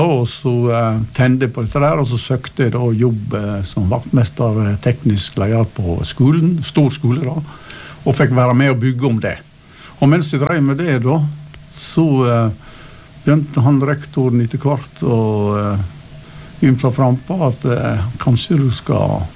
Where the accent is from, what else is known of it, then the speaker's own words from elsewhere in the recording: Øvre Årdal, Vestland, Norway; now in Nordfjord, Norway; Jeg har vokst opp I Øvre Årdal og vært der for det meste. Ja, jeg stolt Årdal.